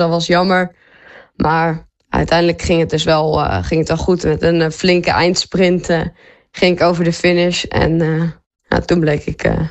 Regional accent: Netherlands; als Nederlander zijn heb je toch iets meer voordeel in de regen.

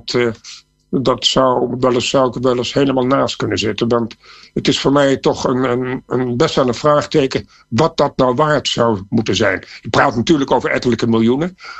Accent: Netherlands; Wij zijn misschien als Nederlander enigszins bevooroordeeld, omdat wij de leeuw natuurlijk direct associëren met ons voetbal, de nummer 1 sport in ons land.

